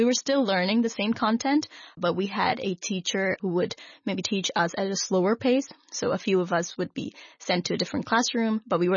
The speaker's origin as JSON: {"language": "English", "country": "Hong Kong", "tie": "born or raised there", "first_language": "Urdu", "second_language": "English", "said": "I think I grew up really loving Hong Kong. I had a really nice experience here. But I think for a large part of my childhood, I grew up within a ethnic minority bubble."}